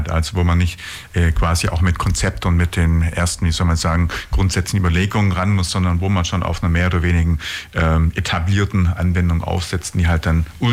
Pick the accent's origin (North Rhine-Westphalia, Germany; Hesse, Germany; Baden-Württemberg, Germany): Baden-Württemberg, Germany; Ulm; ich bin auch echter Ulmer